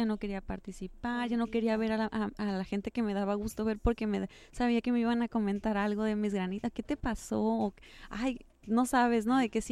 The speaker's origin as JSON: {"language": "Spanish", "region": "Sonora", "country": "Mexico", "said": "soy de Sonora y de repente digo plebes"}